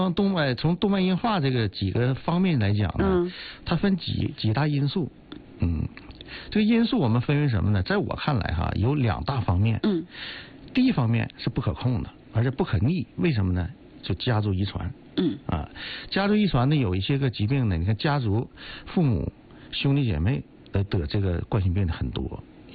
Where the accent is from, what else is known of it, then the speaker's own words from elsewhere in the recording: Northeast China, China; 尤其我们东北人